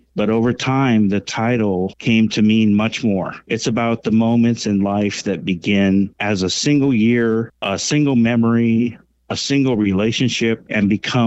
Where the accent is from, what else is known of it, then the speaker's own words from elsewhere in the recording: Lahaina, Hawaii, United States; moved away; I grew up in Lahaina, and my father owned MCTV Channel 7.